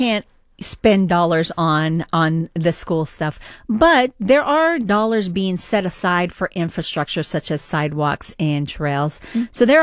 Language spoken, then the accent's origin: English; Dallas, Texas, United States; Amy, I am originally from Dallas, Texas, where I rode the bus to from middle school all the way to high school.